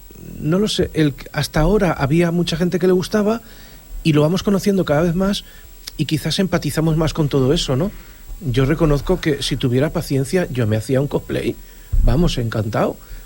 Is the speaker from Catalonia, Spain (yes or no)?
yes; Viladecans, Catalonia, Spain; yo como persona que soy de Viladecans